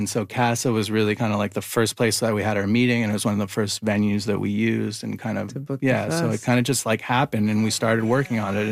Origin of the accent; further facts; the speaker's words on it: Toronto, Ontario, Canada; moved away as an adult; now in Montreal, Canada; I grew up in Toronto and moved to Montreal from McGill and I was like, oh, Montreal's so cool, and I lived on the plateau